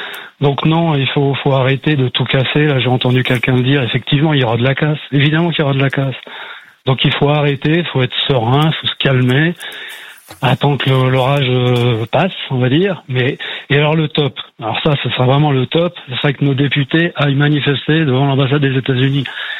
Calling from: Mont-Saint-Aignan, Normandy, France; de Mont-Saint-Aignan, près de Rouen.

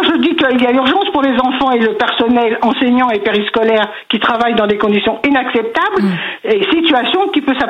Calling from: Bazainville, Île-de-France, France; Je vous appelle de Bazainville.

